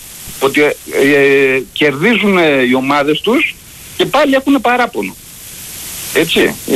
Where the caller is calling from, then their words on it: Egaleo, Attica, Greece; Ολυμπιακός είμαι … από Εγάλεο.